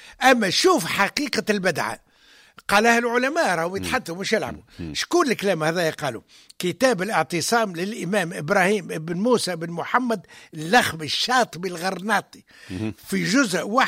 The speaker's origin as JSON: {"language": "Arabic", "country": "Tunisia"}